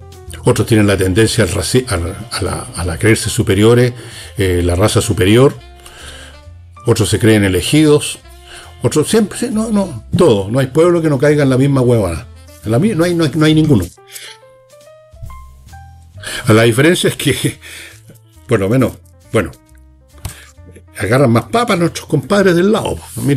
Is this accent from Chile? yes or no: yes; Chile; Durante años, los argentinos nos han mirado a huevo a los chilenos